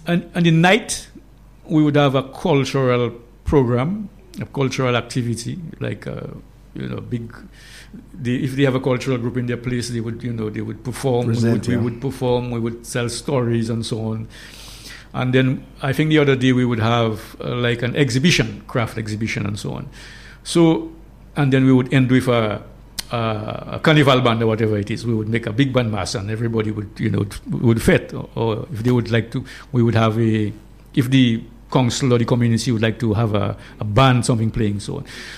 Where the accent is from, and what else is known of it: Dominica